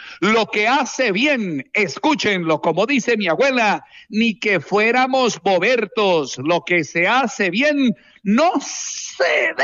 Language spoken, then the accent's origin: Spanish; Manabí, Ecuador; moved away; Extraño Manabí, mi tierra querida.